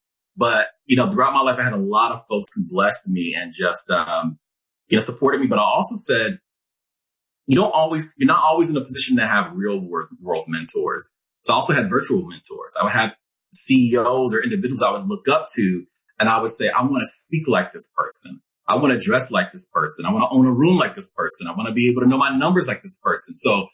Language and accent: English; Nigeria; being Nigerian, the first thing they want you to be is a doctor, lawyer, engineer.